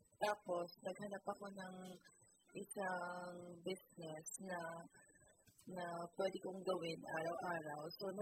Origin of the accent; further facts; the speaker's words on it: Marikina, Metro Manila, Philippines; I'm from Marikina